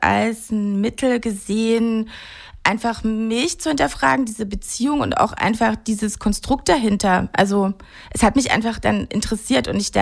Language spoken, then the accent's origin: German; Germany; mein Mann kommt eben aus Korea, ich komme aus Deutschland